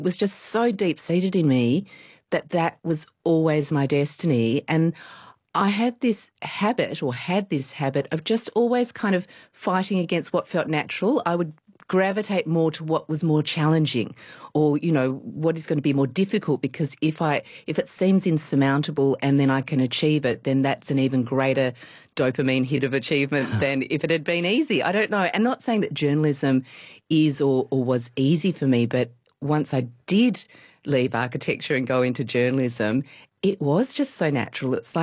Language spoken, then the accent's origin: English; Australia; as an Asian growing up in Australia in the 70s